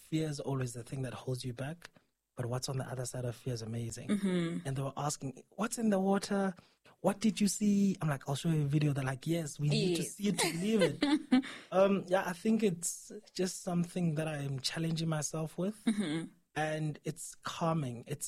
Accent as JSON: {"language": "English", "town": "Maseru", "region": "Maseru District", "country": "Lesotho", "tie": "born or raised there", "said": "I come from Maseru."}